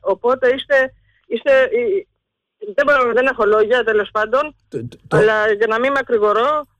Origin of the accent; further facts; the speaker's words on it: Central Greece, Greece; την Εύβοια, τη πατρίδα μου